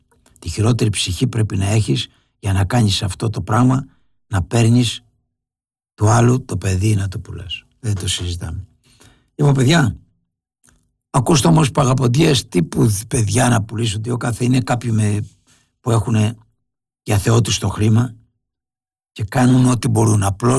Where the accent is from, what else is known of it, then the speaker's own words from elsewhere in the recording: Englouvi, Ionian Islands, Greece; moved away; Εγώ είμαι από Εγκλουβί.